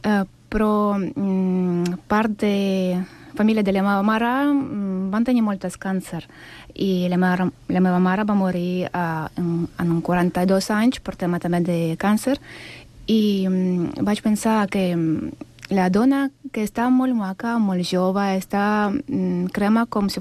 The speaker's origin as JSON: {"language": "Catalan", "town": "Sant Cugat del Vallès", "region": "Catalonia", "country": "Spain", "said": "Soc de Sant Cugat, però cada setmana vaig a Vilafranca de Penedès perquè els senseis són meravellosos."}